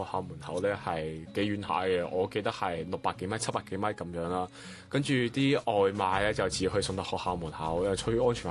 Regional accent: Macau; 大家好，我系嚟自中国澳门嘅

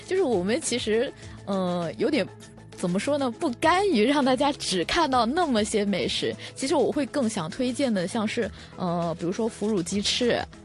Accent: Chaozhou, Guangdong, China; 然后非常非常荣幸可以介绍我的家乡潮州。

